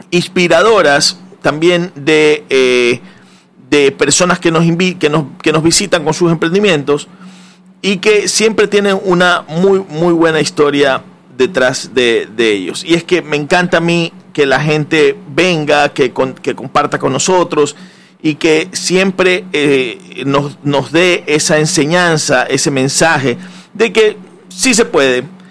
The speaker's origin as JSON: {"language": "Spanish", "country": "Ecuador", "said": "como los ecuatorianos decimos sí se puede"}